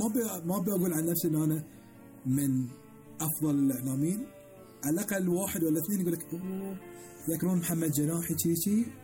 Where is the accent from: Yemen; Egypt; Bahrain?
Bahrain; جميلة، بس أنا أقول لك إحنا كبحرينيين نقدر نوصل.